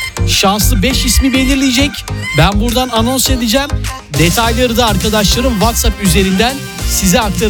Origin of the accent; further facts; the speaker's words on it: Black Sea Region, Turkey; Orası hırçın Karadeniz bölgesi. Öyle şimdi doğma büyüme Karadenizli ben olarak